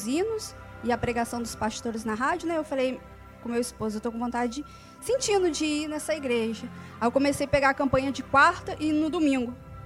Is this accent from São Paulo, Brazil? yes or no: no; Espírito Santo, Brazil; Aí Deus me trouxe para cá, né, para Minas, que eu sou do Espírito Santo.